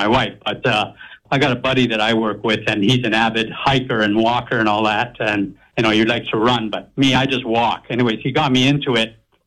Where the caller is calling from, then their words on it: Nanaimo, British Columbia, Canada; from Nanaimo.